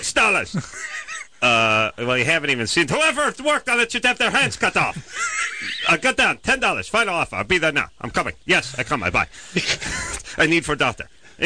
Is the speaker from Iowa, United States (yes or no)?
no; Los Angeles, California, United States; I'm from North Hollywood.